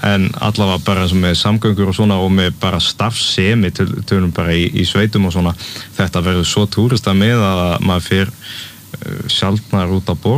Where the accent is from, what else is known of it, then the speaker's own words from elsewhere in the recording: Grímsnes, Southern Region, Iceland; Og ég er úr Grímsnesinu, ég bjó í gullna ringnum